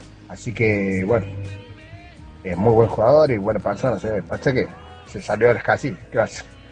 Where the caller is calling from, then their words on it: Villa Mercedes, San Luis, Argentina; de Villa Mercedes.